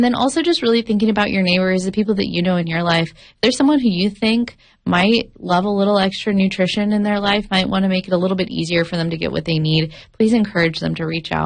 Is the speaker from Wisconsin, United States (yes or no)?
no; California, United States; I grew up in Slo County, so I got to actually show up at the fair. So did my mom.